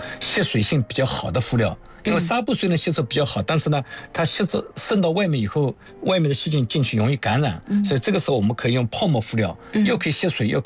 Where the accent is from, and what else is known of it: China